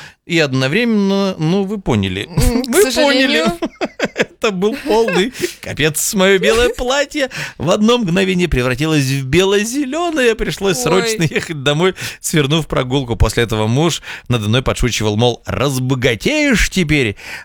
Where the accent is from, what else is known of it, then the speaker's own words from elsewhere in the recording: Ural, Russia; несмотря на то, что я родом с Урала, моим любимым зоопарком является Московский.